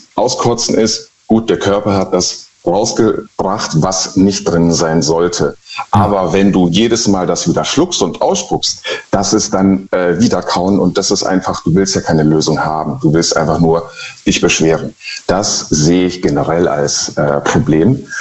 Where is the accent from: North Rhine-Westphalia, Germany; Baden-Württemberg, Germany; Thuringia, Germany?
Baden-Württemberg, Germany; Ich bin aus dem Schwarzwald.